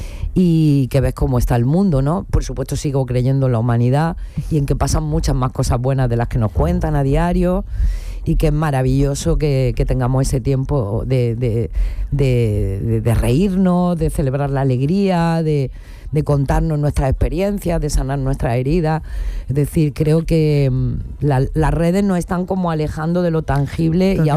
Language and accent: Spanish; La Zubia, Andalusia, Spain